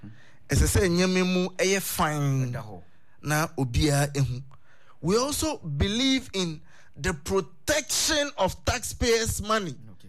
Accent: Ghana; It is one of the reports I work in Kenya or Ebeho as a Ghanaian.

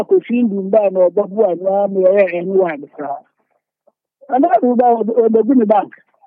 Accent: Ghana; I am people from Ghana.

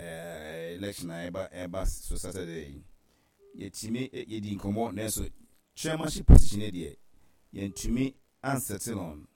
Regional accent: Ghana; In fact, today, let me know because I'm from Ghana.

